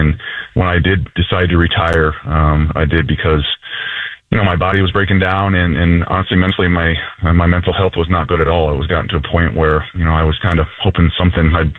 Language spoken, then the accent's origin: English; Iowa, United States; I was born and raised in Iowa.